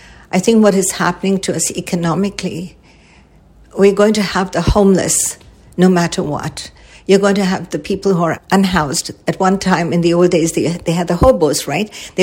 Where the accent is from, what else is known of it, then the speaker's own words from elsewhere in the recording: India; I grew up in India and I saw so much poverty.